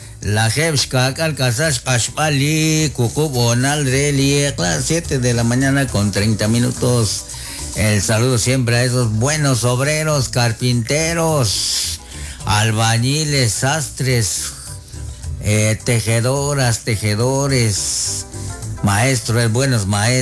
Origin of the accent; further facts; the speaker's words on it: Cobán, Alta Verapaz, Guatemala; now in Quetzaltenango, Guatemala; Un saludo para todos los cobaneros. Yo soy de Avio. Aquí estoy trabajando en Shela, pero soy cobanera.